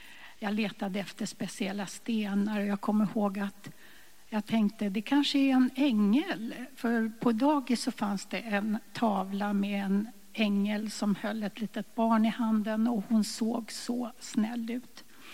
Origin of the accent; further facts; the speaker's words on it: Stockholm, Stockholm County, Sweden; Jag föddes 1943 på Kungsholmen i Stockholm, Hantverkargatan. Där bodde jag med min mamma och mormor i en liten etta.